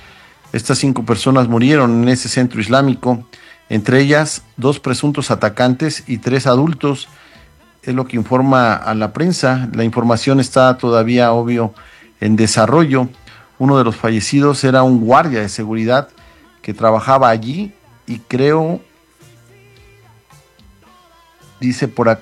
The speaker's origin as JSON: {"language": "Spanish", "country": "Mexico"}